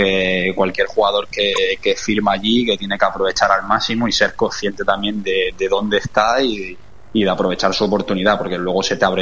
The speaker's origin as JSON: {"language": "Spanish", "town": "Almuñécar", "region": "Andalusia", "country": "Spain", "tie": "born or raised there", "said": "se celebra el Campeonato de Andalucía de Selecciones Provinciales justo en mi pueblo, en Almuñécar"}